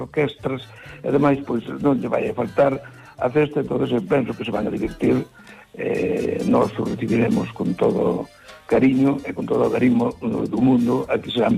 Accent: Cea, Galicia, Spain; Pues, temos ese orgullo de CEA, faemos porque CEA cada día vaya para arriba.

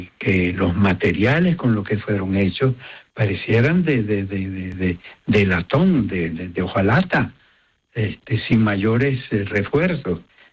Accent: Venezuela; somos los venezolanos los que lo sufrimos.

